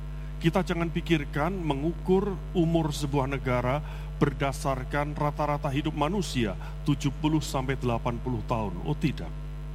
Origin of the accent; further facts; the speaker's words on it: East Java, Indonesia; Saya dari Jawa Timur, logat Jawa Timur berbeda dengan Jawa Tengah.